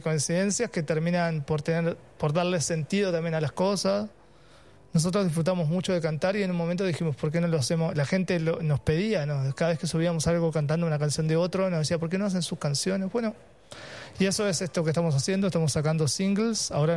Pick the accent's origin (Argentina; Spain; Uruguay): Uruguay; now in Chile; Para mí como uruguayo también, ojalá ojalá se me en algún momento se me considere así como con todo ese cariño que … cultivó acá en Chile, sí, como un uruguayo haciendo música en este país.